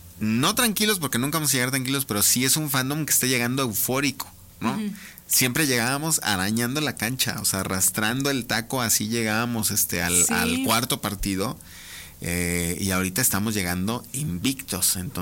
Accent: Mexico

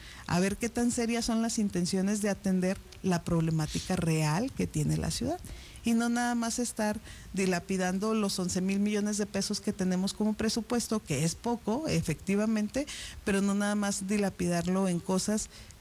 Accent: Guadalajara, Jalisco, Mexico; now in Ciudad Juárez, Mexico; yo soy de Guadalajara. Guadalajara es una ciudad en la que llueve mucho, llueve buena parte del año.

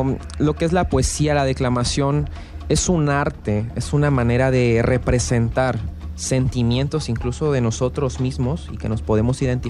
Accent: Villahermosa, Tabasco, Mexico; soy originario aquí de nuestra amada tierra, ¿no? Villahermosa, Tabasco.

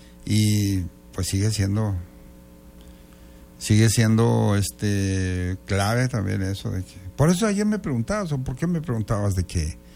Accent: Ciudad Juárez, Chihuahua, Mexico; born there; moved away; nacimos allá en Ciudad Juárez, tengo grandes amigos allá en Juárez

